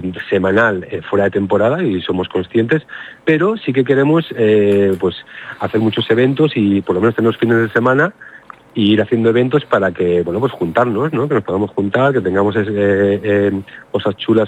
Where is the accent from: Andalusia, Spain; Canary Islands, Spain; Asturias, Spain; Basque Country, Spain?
Basque Country, Spain; Bilbao; now in Menorca, Spain; yo vengo de Bilbao, donde nos gusta mucho comer